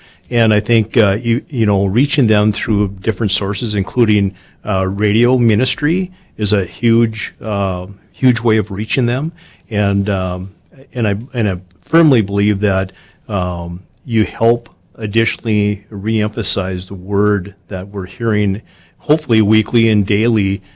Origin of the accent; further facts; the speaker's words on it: Grand Forks, North Dakota, United States; now in Fargo, United States; born and raised in Grand Forks, North Dakota, coming from parents that grew up on farm families north of Devil's Lake.